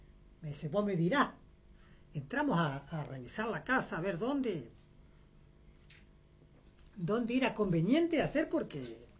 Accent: Paraná, Entre Ríos, Argentina; nacido acá en Paraná.

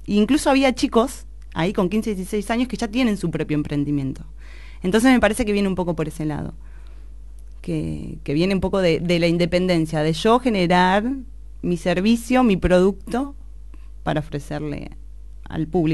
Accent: Argentina; yo creo que nosotros como argentinos estamos súper super preparados

